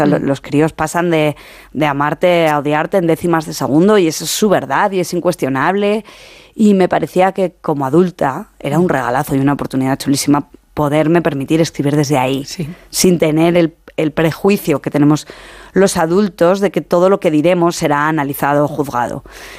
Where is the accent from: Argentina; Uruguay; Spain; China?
Spain; Esto viene también como como de mi pueblo. Mi pueblo estaba entre medio de Zaragoza y Madrid, y entonces había mucho tráfico los domingos